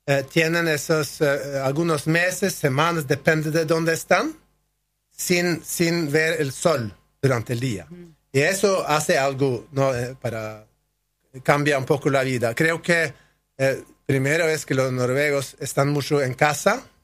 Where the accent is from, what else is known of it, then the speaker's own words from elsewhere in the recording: Argentina; Como argentinos, vivimos más como argentinos durante el verano